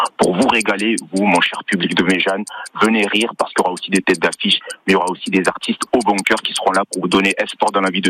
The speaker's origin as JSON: {"language": "French", "town": "Toulouse", "region": "Occitanie", "country": "France", "accent": "Toulousain", "said": "Ah, moi, j'ai l'accent toulousain."}